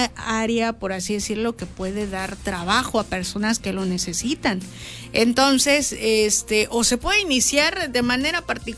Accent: Mexico; así somos los mexicanos.

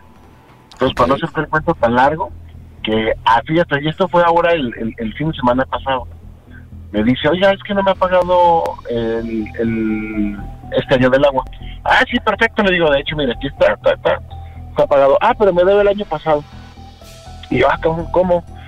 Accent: Torreón, Coahuila, Mexico; Sí, de Torreón, mi rey.

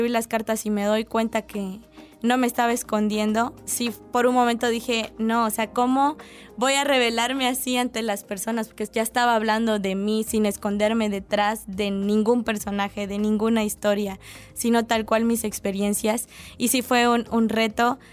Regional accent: Chiapas, Mexico; ¿tú eres de Chiapas? Y yo, sí.

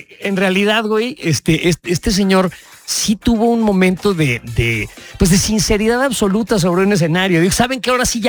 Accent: Mexico; porque jodones somos los mexicanos

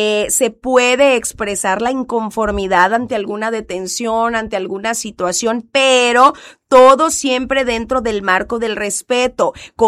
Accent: Mexico

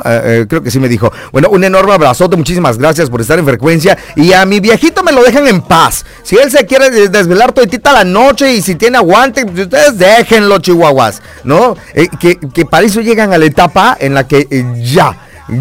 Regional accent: Chiapas, Mexico; a lo mejor no hablo como chiapaneco en sí, en realidad, pero yo no soy mexiquense, pues, o sea, la mexiquense es mi esposa

